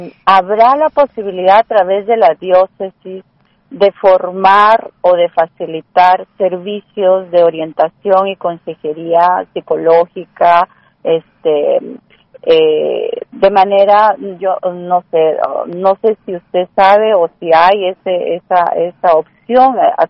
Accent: Peru; Sí, doctor, yo soy peruana, usted sabe y me conoce, en algún momento estuvimos conversando, yo soy psicóloga peruana.

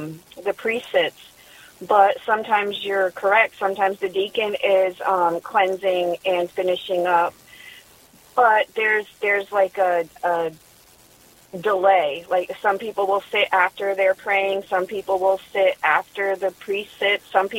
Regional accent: New England, United States; now in North Carolina, United States; I was raised in New England, Catholic

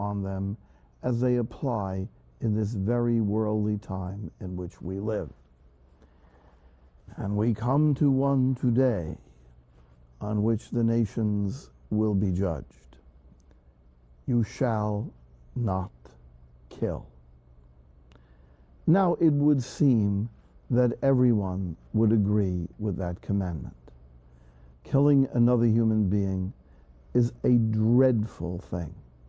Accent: United States; I'm an American.

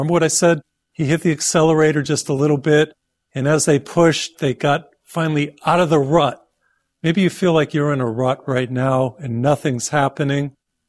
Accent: Massachusetts, United States; born or raised there

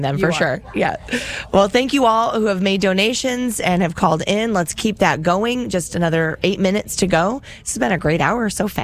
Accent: Missouri, United States; I'm from St. Charles County, people. I don't know how to say anything.

